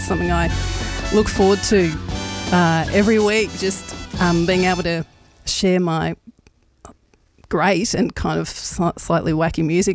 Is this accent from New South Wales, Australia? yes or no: no; Tasmania, Australia; now in Melbourne, Australia; I'm from Tassie originally, and when I moved here